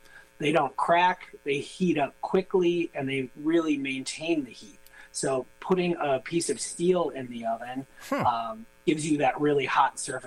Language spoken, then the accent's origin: English; Milwaukee, Wisconsin, United States; But growing up in Milwaukee, there were some places, like I mentioned, Maria's, there's a Balestrieri's